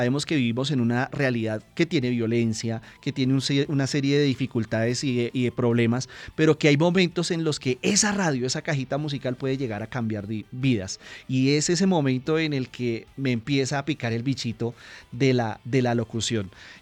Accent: Colombia

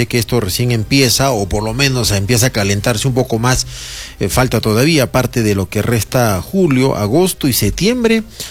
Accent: Socabaya, Arequipa, Peru; Socabaya, mi tierra, mi distrito. Claro, ahí yo jugué chibolito en la tierra, con piedras, tragando polvo.

